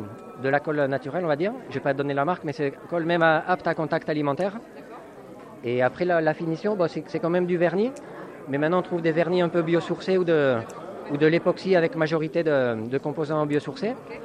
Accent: Bourisp, Occitanie, France; j'ai 46 ans et je suis originaire de Bourrispe dans la Vallée d'Or, à côté de Saint-Lary.

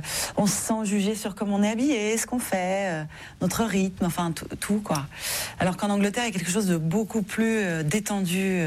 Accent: Paris, Île-de-France, France; Oui, je suis née à Paris.

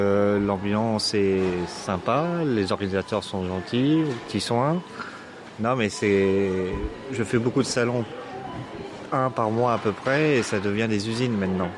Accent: Toulouse, Occitanie, France

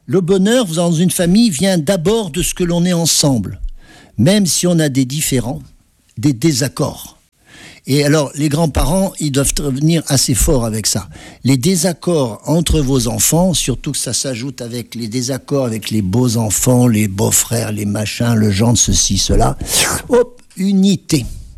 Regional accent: Auvergne-Rhône-Alpes, France

